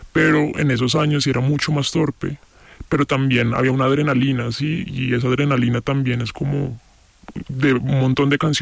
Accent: Bogotá, Colombia; llego a un barrio radicalmente distinto desde el sur de Bogotá, que es de donde soy

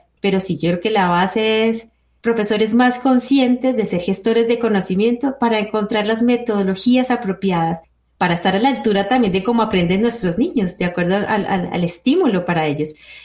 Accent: Colombia; es súper bonito de ver cómo hay una identidad como colombianos en los repertorios

